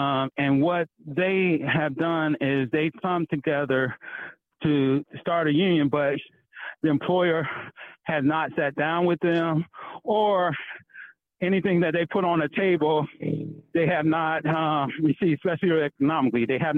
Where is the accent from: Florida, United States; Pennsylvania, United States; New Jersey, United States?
Pennsylvania, United States; Erie; moved away; I grew up in Erie, Pennsylvania. My dad was a teamster working out at the Welch's plant in Northeast Pennsylvania.